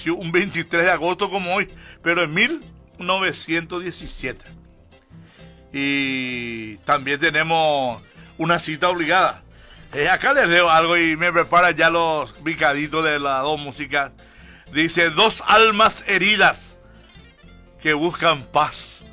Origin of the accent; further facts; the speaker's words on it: Paraguay; Yo, siendo aborigen, siempre apuesto a Olimpia y a Cerro cuando van a las copas internacionales, porque soy paraguayo, me gusta el folclore